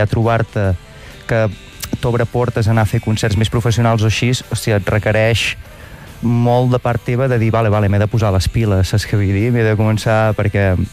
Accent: Catalonia, Spain; com que som de la Garrotxa

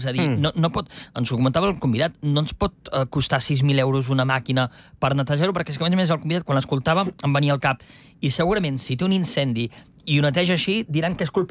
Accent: Sant Joan les Fonts, Catalonia, Spain; a la Garrotxa, jo al meu poble, Sant Joan les Fonts, tu surts a caminar i hi ha molta diferència entre un terreny i un altre.

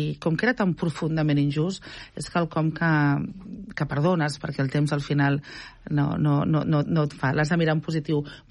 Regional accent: Catalonia, Spain; com a catalana

